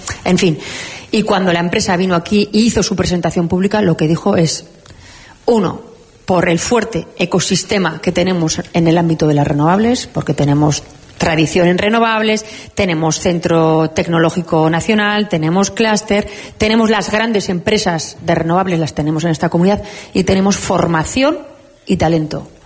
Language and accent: Spanish; Navarre, Spain; Aprovecho a decir, mira, los navarros somos plurales, diversos, navarros que se sienten vascos, navarros que se sienten del mundo, navarros que se sienten solo navarros